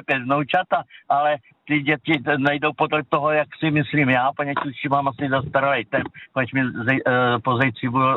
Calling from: Štětí, Ústí nad Labem Region, Czechia; jo, ze Štětí, jo.

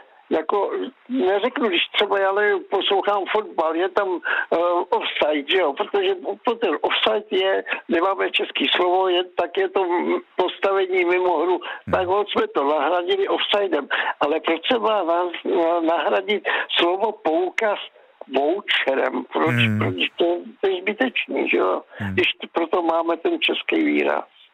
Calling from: Plzeň, Plzeň Region, Czechia

